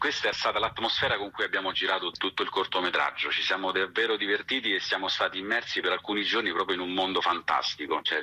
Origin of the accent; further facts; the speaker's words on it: Apulia, Italy; moved away; io sono pugliese di origine